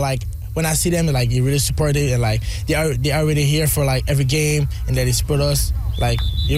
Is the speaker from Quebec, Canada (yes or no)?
yes; Laval, Quebec, Canada; English is a second language; I'm from Montreal, Laval